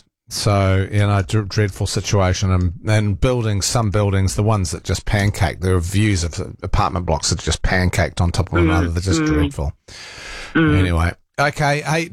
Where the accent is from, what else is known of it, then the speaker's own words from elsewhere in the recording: Australia; It's morning, Tim. I'm an Aussie visiting Auckland. New Zealand due to family commitments.